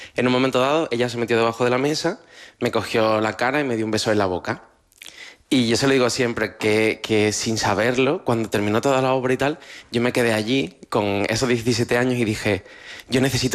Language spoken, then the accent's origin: Spanish; Carlinda, Andalusia, Spain; yo vengo de Carlinda, un barrio periférico, sin referentes